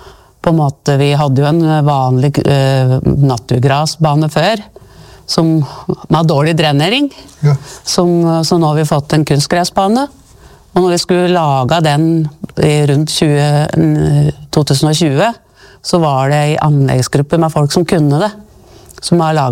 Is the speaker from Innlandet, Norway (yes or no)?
yes; Reinsvoll, Innlandet, Norway; jeg husker jo når jeg vokste opp her på Reinsvoll